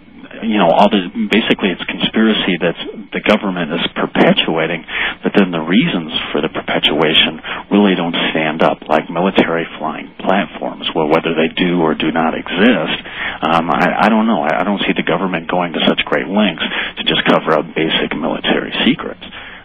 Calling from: Boulder, Colorado, United States; I'm calling from Boulder, actually.

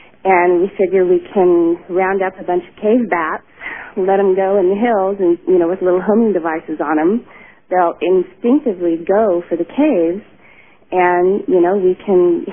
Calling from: Pacifica, California, United States; I'm calling from Pacifica, California, and we have an out-of-the-box idea.

